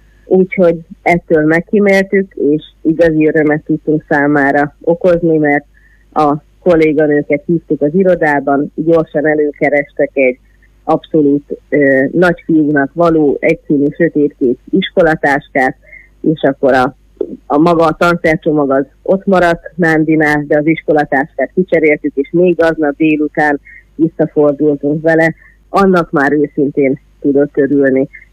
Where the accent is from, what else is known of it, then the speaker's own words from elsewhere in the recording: Debrecen, Hajdú-Bihar, Hungary; Debreceniként